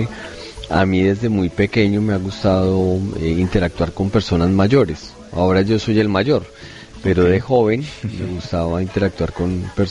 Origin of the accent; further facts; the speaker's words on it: Colombia; Además estuve por allá, como decimos en Colombia, de pataperro me fui al partido de Colombia a México.